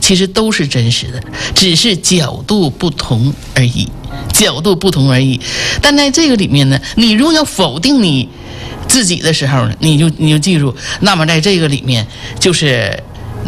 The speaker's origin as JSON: {"language": "Chinese", "town": "Jinzhou", "region": "Liaoning", "country": "China", "tie": "born or raised there", "accent": "Jinzhou", "said": "我的发音吧，就是我特别爱锦州，我特别爱家乡，所以我的口音吧，就浓浓的在那个锦州的那个味道"}